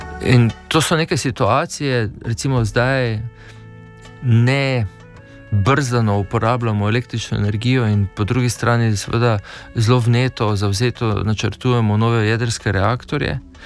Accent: Destrnik, Drava, Slovenia; moved away as an adult; prihajam iz Destrnika pri Ptuju, živel sem na nek način zelo zavarovano, varno otroštvo

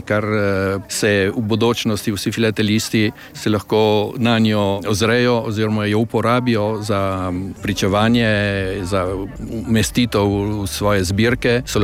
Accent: Primorska, Slovenia; na vse zadnje smo tukaj Primorci.

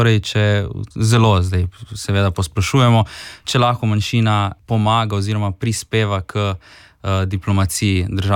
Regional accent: Rijeka, Primorje-Gorski Kotar County, Croatia; now in Ljubljana, Slovenia; Že moje ozadje, da sem reški Slovenc, v bistvu, da prihajam iz Reke

